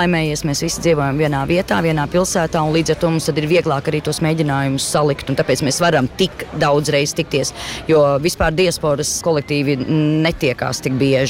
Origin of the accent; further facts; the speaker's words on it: Mansfield, East Midlands, United Kingdom; Mēs esam no Lielbritānijas, no Mansfildes.